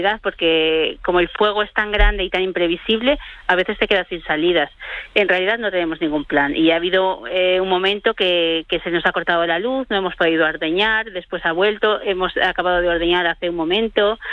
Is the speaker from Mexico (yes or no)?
no; Fariza, Castile and León, Spain; Fariza, mi pueblo es Fariza, sí.